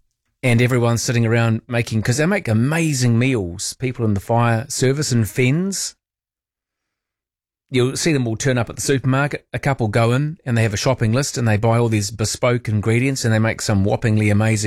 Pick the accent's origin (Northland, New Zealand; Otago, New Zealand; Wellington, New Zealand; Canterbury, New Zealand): Canterbury, New Zealand; Christchurch; born there; I'm from Christchurch. Christchurch was where I was made and delivered.